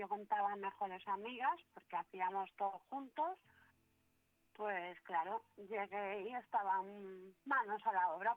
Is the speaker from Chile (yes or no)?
no; Vigo, Galicia, Spain; now in Barcelona, Spain; soy de Vigo, aunque llevo afincada en Barcelona casi 20 años.